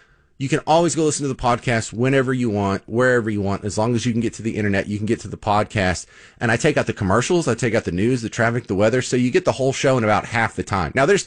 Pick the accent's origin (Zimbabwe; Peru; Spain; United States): United States; Texas; as a Texan, isn't everything supposed to be a competition?